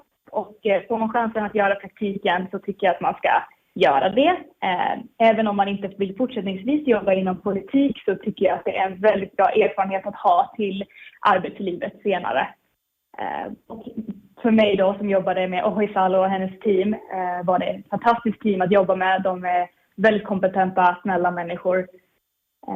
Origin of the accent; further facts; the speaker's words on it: Åland Islands; moved away as an adult; now in Brussels, Belgium; även som en liten tjej från Åland